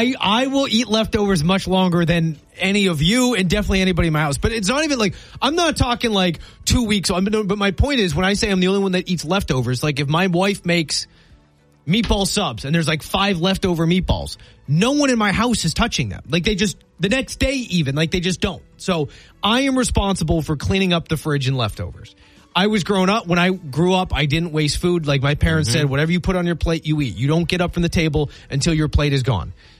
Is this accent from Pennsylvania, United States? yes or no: yes; Erie, Pennsylvania, United States; moved away; Erie, that is my hometown.